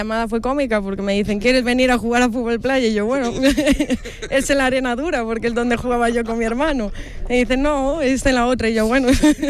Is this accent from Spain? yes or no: yes; Spain